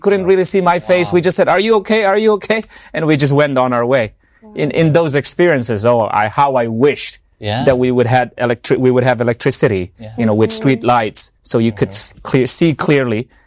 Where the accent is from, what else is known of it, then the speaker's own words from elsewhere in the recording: Myanmar; moved away; I remember growing up in my home country, Myanmar, we didn't have electricity 24/7.